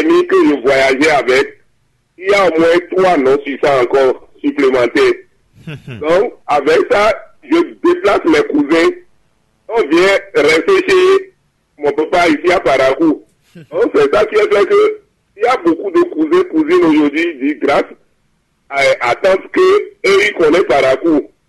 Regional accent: Parakou, Borgou, Benin; born there; also born or lived in Mono; moi je suis du Monou. Je suis né à Parakou.

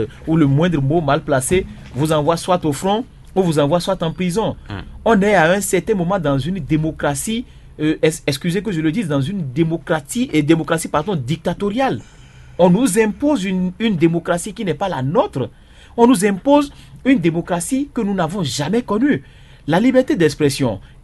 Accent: Benin

